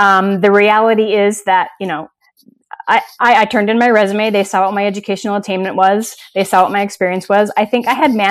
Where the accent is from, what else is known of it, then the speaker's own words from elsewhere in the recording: Utah, United States; also born or lived in New York City; I moved back to my home state of Utah, got a job in a supermarket.